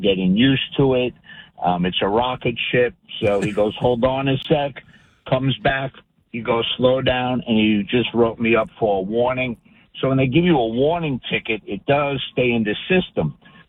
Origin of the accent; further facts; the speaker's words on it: New York, United States; now in Matawan, United States; I grew up in the Bronx